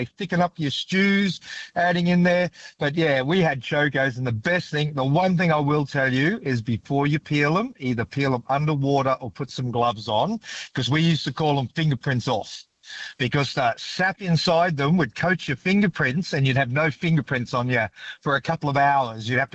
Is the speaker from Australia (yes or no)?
yes; Brisbane, Queensland, Australia; I've just turned 58 this year, and I grew up in Brisbane. So I was a Brisbane boy in the suburbs out around Nogra, Mitchelton, that area.